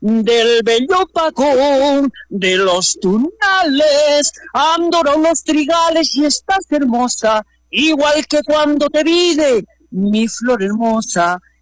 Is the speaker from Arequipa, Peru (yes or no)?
yes; Arequipa, Peru